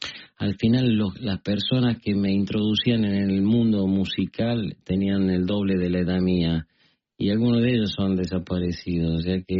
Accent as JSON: {"language": "Spanish", "region": "Córdoba", "country": "Argentina", "tie": "born or raised there", "also_born_or_lived": "United States / Italy", "moved": "as an adult", "said": "Nací en Córdoba"}